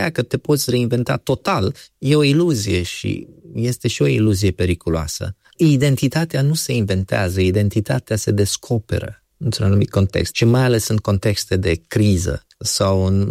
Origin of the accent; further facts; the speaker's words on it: Romania; se vorbește despre neamul român, anumite valori pe care noi le avem ca români.